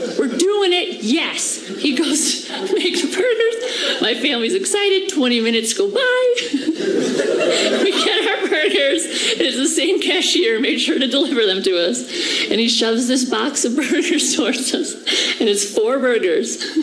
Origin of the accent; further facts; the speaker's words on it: Minnesota, United States; now in Los Angeles, United States; I'm from Minnesota where we don't have it, and I live in LA now.